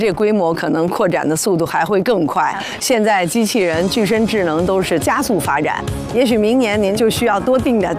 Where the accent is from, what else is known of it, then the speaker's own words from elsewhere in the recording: Beijing, China; 我也海淀的孩子。